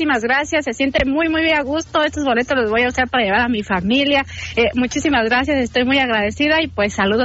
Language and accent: Spanish; Turicato, Michoacán, Mexico; Yo originaria soy de Michoacán.